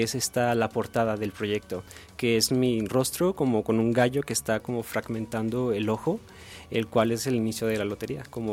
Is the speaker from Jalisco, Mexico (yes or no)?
yes; Guadalajara, Jalisco, Mexico; Soy de aquí de Guadalajara, vivo en la Alameda, Jalisco.